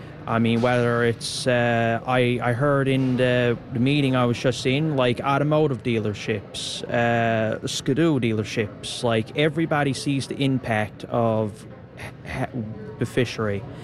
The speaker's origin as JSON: {"language": "English", "area": "Portugal Cove", "region": "Newfoundland and Labrador", "country": "Canada", "tie": "born or raised there", "said": "growing up around Portygrave area, that's all I ever knew was fishing."}